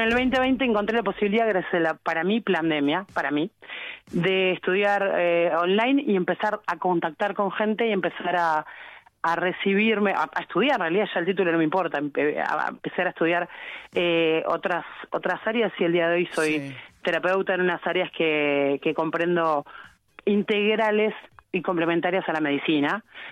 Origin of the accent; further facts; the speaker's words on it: Uruguay; Soy uruguaya, tengo unas ganas de irme a Israel